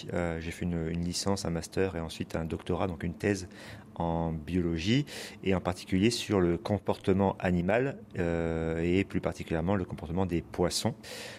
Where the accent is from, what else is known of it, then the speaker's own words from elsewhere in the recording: Corsica, France; moi, je suis originaire de Corse. Donc, quand on vit sur une île